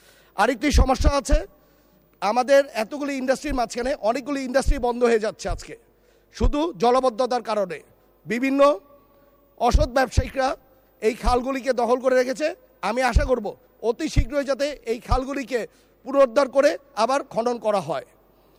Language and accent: Bangla; Narayanganj, Dhaka Division, Bangladesh; এখন আমি নারায়ণগঞ্জের ছেলে হিসাবে কয়েকটি কথা বলি।